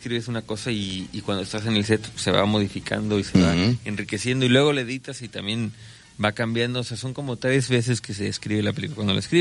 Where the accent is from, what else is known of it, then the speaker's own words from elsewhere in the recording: Mexico City, Mexico; yo que vengo de la Ciudad de México, pues que a veces todo es rápido y todo es en friega